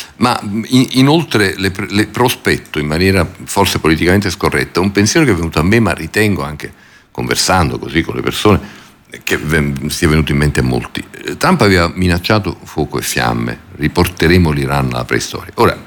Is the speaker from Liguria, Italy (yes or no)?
no; Naples, Campania, Italy; io sono napoletano